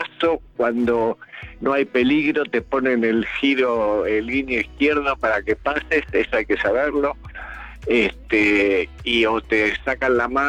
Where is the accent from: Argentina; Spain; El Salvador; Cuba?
Argentina; Almagro, Buenos Aires